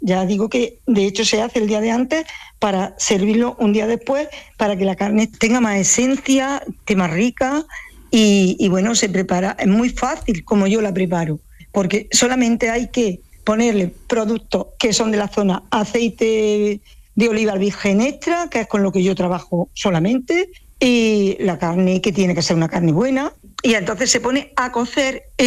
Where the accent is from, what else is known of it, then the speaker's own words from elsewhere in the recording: Andújar, Andalusia, Spain; Pues yo, aunque todavía soy joven, pero y aunque soy de Andújar, pero yo creo que es porque es un animal que es autóctono de aquí, de esta zona.